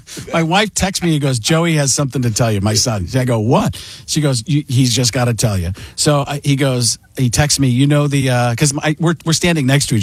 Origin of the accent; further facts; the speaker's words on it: Milwaukee, Wisconsin, United States; So not my hometown. I grew up in Milwaukee